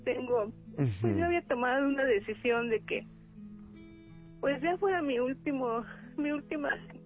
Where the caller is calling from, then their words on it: Texcoco, State of Mexico, Mexico; De Texcoco, Estado de México.